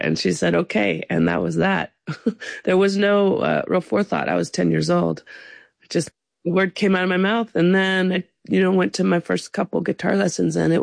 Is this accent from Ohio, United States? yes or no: no; Sonoma County, California, United States; I grew up in Sonoma County